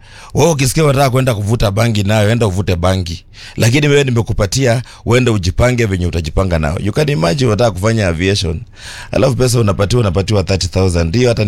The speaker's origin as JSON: {"language": "Swahili", "region": "Nairobi", "country": "Kenya", "said": "mimi nimetoka Madhare."}